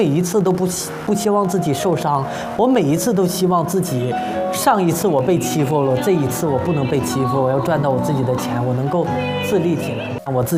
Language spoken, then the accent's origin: Chinese; Gongzhuling, Jilin, China; moved away; also born or lived in Yingkou; 我家在吉林省公主岭市朝阳坡乡，在我们乡里，我乡东头就有一条河叫辽河，从我的家乡流到了营口。我的小时候，我经常会在河里洗澡，和我所有的小伙伴们玩。